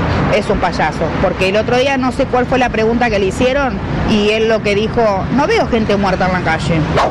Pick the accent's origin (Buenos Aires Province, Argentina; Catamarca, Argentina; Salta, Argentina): Buenos Aires Province, Argentina; José C. Paz; Soy de José Cepaz y ama de casa.